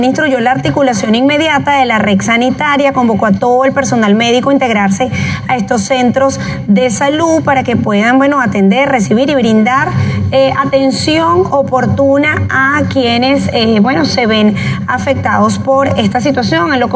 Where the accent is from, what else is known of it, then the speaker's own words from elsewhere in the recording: Venezuela; nos definen como venezolanos